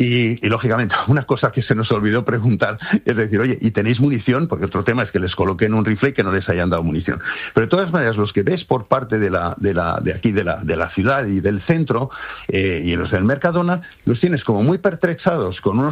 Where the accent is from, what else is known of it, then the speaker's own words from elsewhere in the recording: Spain; Somos españoles, patriotas